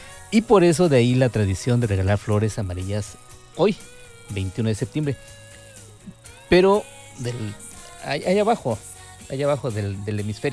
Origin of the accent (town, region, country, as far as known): Mexico